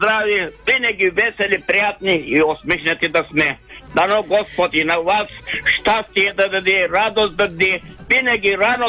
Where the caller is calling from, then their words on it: Dulovo, Silistra Province, Bulgaria; съм от Дулово.